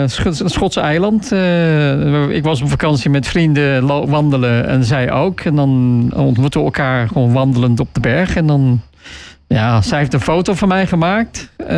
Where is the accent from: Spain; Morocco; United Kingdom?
United Kingdom; England; moved away as an adult; now in Netherlands; Nee, ik ben Brit.